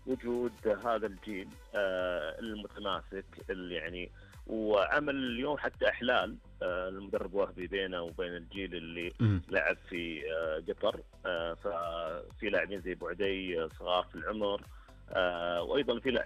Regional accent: Saudi Arabia; حنا كسعوديين

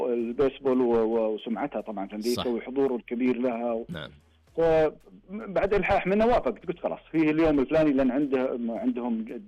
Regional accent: Saudi Arabia; أنا من السعودية

